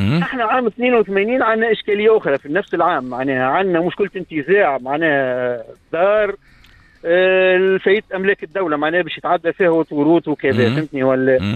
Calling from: Mnihla, Ariana Governorate, Tunisia; من المنيهلة.

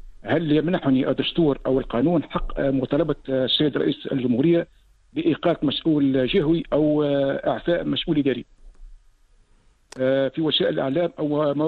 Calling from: North West Tunisia, Tunisia; من الولايات الشمال الغربي.

